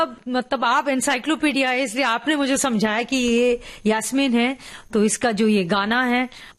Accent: Pune, Maharashtra, India; born there; मैं एक्चुअली पुणे में पैदा हुई थी

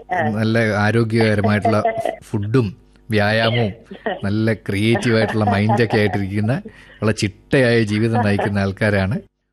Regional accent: Thiruvananthapuram, Kerala, India; ഞാൻ തിരുവനന്തപുരത്തു നിന്നാ.

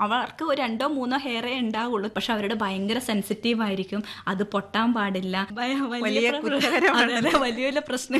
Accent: Kannur, Kerala, India; moved away as an adult; now in Ernakulam, India; ഒരു കണ്ണൂർക്കാരിയായ ഞാൻ ഈ എറണാകുളത്ത് വന്ന്

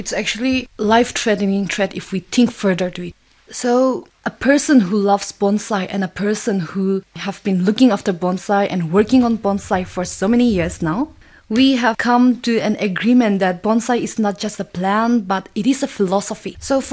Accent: Nagaland, India; So in Nagaland, we live so close to nature. Wherever we go, we have trees, plants, flowers, so many varieties.

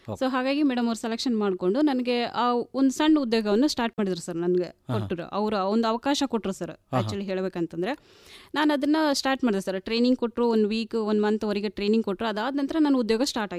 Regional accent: Aurad, Karnataka, India; now in Raichur, India; ನಾನು ನನ್ನ ತಂದೆ ನನ್ನ ತಾಯಿ ಎಲ್ಲ ಮೂಲತಃ ನಾವು ಬೀದರ್ ಜಿಲ್ಲೆ ಔರಾದ್ ತಾಲೂಕಿನವರು ಸರ್.

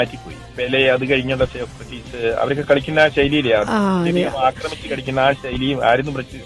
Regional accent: Nilambur, Kerala, India; also born or lived in Pala; നാട് ജനിച്ചത് പാലായിലാണ്, ഞങ്ങള് ചെറുപ്പത്തിൽ ഇവിടേക്ക് നിലമ്പൂരിൽ വന്നാണ്, 3 വയസ്സൊക്കെ.

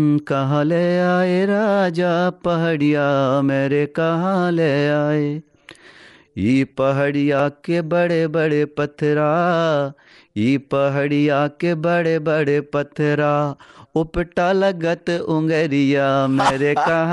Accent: Pahra, Madhya Pradesh, India; के बुंदेलखंड के छतरपुर डिस्ट्रिक्ट का रहने वाला हूँ। मेरे गांव का नाम है पहरा।

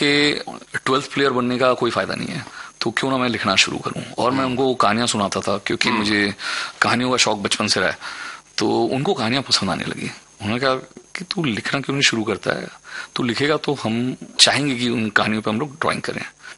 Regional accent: Odisha, India; also born or lived in Bhilai; तब तक हम उड़ीसा शिफ्ट हो चुके थे भिलाई से, और ये बहुत छोटा सा गांव था, इसका नाम आता बिरा है।

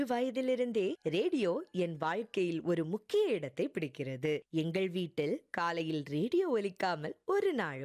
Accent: Tamil Nadu, India; கன்னியாகுமரி மாவட்டத்தை சேர்ந்தவள்.

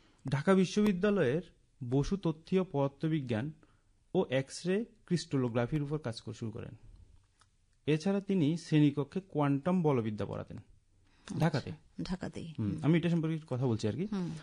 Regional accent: India; এটা কিন্তু আমাদের জন্য বা আমরা ভারতীয় হিসাবে বিশাল গৌরবের বিষয়।

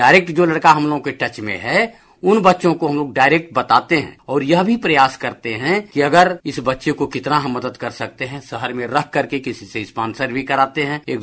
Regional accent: Chandauli district, Uttar Pradesh, India; जैसे हम लोग गांव के हैं रहने वाले, बेसिकली मैं गांव का निवासी हूँ, चंदौली जिले में धानापुर एक जगह है, धानापुर में गांव है डबरिया, उस गांव का मैं मूल रूप से निवासी हूँ।

